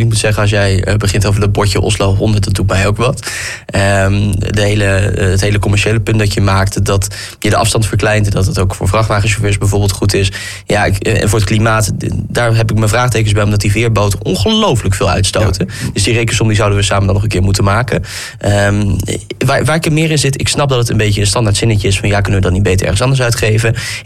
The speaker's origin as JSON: {"language": "Dutch", "region": "Groningen", "country": "Netherlands", "said": "als Groningers die in het aardbevingsgebied hebben gewoond, die in de versterking hebben gezeten"}